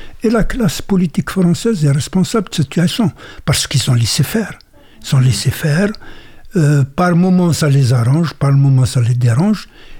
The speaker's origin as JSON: {"language": "French", "country": "Algeria", "said": "moi je suis algérien"}